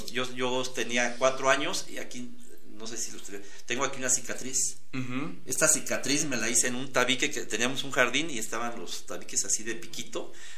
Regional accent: Zacapu, Michoacán, Mexico; born there; moved away; Somos de Zacapu

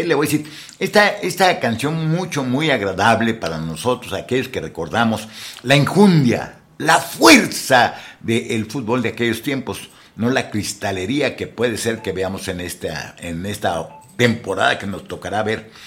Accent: Mexico

